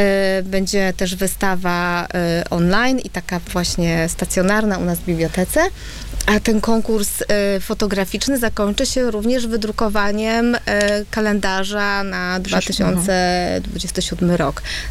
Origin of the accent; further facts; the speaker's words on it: Pomeranian Voivodeship, Poland; niewielu mamy takich artystów u nas na Kaszubach.